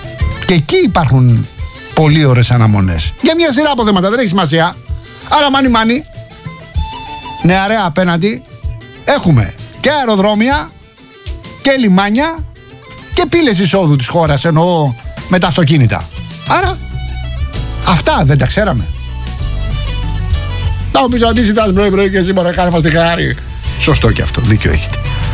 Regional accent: Rafina, Attica, Greece; τη Ραφίνα, την πατρίδα μου.

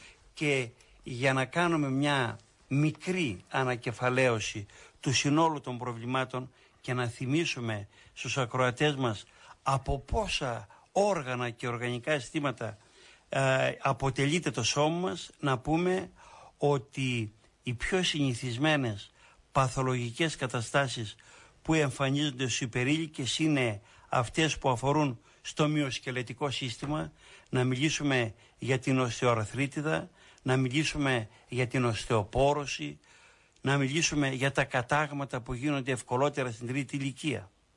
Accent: Thessaly, Greece; στο χωριό μου, σε ένα ορεινό χωριό της Καρδίτσας

